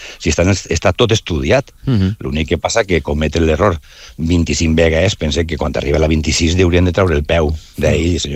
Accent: Valencia, Valencian Community, Spain; soc del Cabanyal, a mi m'encanta eixir pel barri, veure el meu barri

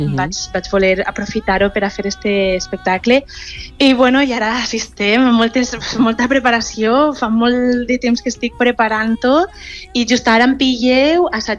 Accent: Pedreguer, Valencian Community, Spain; El meu poble em refereix que al poble valencià, no només a Pedreguer.

